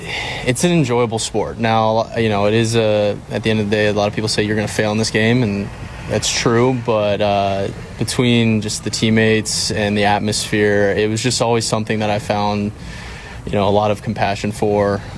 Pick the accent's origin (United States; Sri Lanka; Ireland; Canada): United States; New Jersey; I am from New Jersey